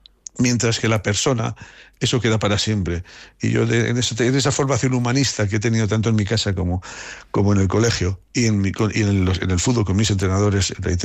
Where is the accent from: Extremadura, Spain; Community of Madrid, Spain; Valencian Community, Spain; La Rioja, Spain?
La Rioja, Spain; Haro; me siento muy querido en mi pueblo. Bueno, mi pueblo, que la alcaldesa cuando me oye hablar así se enfada porque dice … que Aro es una ciudad. Pero que sí, Guadalupe, ya lo sé. Pero yo he vivido los años 70 y 80 cuando Aro era